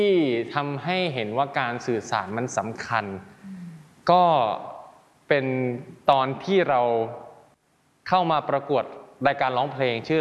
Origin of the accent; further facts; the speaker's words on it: Isan, Thailand; เราเป็นคนอีสานเราก็พูดอีสานไปเลย